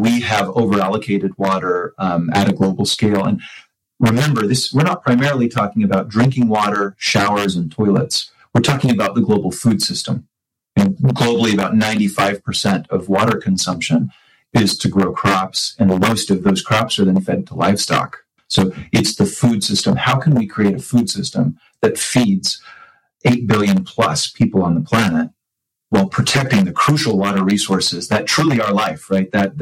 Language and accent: English; Orem, Utah, United States; I grew up in Orem, Utah, just in the Utah Valley, about half hour away from Great Salt Lake.